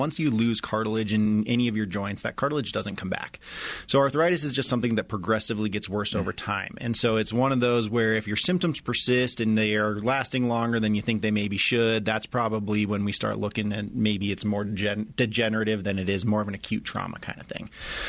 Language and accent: English; Colorado, United States; My wife's from Vail as well, so we're both from Colorado.